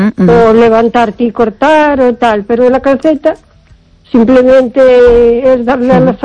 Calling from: O Carballiño, Galicia, Spain; Hola, Esther. … de Carballiño.

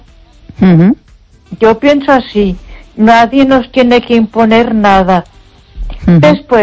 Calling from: Ponferrada, Castile and León, Spain; Buenas noches, Esther. … de Ponferrada.

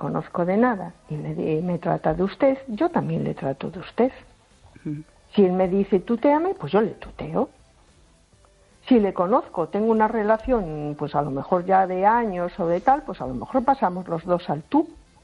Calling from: A Coruña, Galicia, Spain; de Coruña.

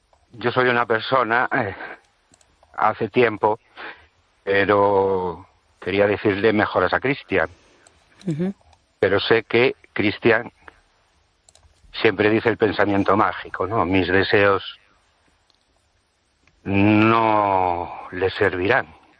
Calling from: Ourense, Galicia, Spain; de Orense.

